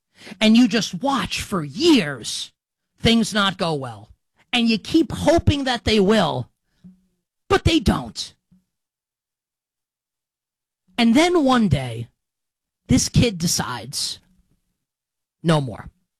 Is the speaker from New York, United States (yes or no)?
yes; New York, United States; New York beats Philly, and you know as a New Yorker, I absolutely love it.